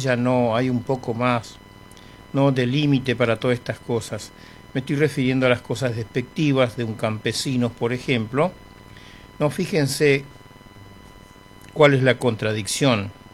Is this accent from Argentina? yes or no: yes; Presidencia de la Plaza, Chaco, Argentina; moved away; Quiero saludar a mis amigos de Presidencia de la Plaza, a mi pueblo, para todos mis parientes.